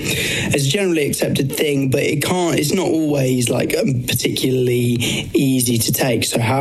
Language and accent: English; Brighton, South East England, United Kingdom; I'm a musician from Brighton.